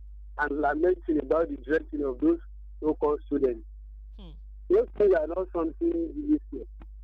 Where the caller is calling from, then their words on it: Itori, Ogun, Nigeria; I'm calling from Itori.